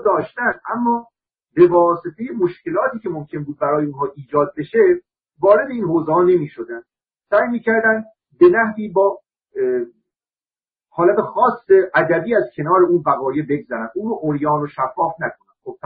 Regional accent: Iran; من به عنوان یک ایرانی

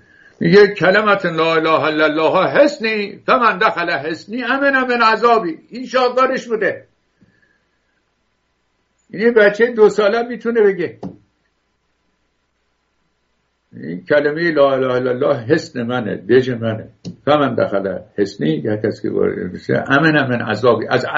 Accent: Iran; ما ایرانیان، بابا ما ایرانی هستیم.

